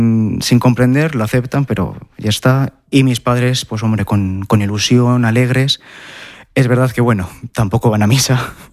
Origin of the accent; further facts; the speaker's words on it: Madrid, Community of Madrid, Spain; born there; Sí, mi abuela es de un pueblo de Toledo, de Otero, aunque bueno, yo nací en Madrid y toda mi familia es de Madrid.